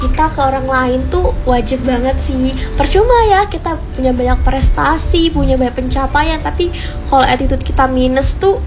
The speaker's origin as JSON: {"language": "Indonesian", "region": "South Sumatra", "country": "Indonesia", "moved": "yes", "lives_now": "Bandar Lampung, Indonesia", "said": "Aku orang baru ya di Lampung, karena aku orang Sumatera Selatan."}